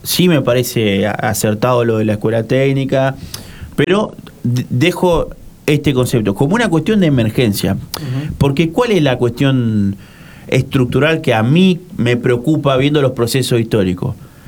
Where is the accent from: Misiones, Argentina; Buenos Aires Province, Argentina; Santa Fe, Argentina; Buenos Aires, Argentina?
Santa Fe, Argentina; estoy hablando como santafesino